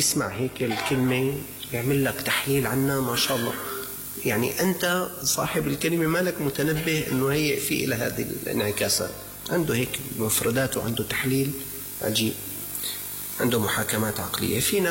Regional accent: Syria; نحن معناته من يسكن في هذه البلدة

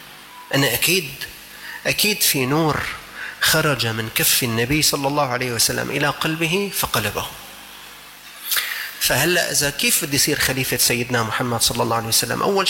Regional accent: Syria; عندنا في الشام هذا أمر متوفر

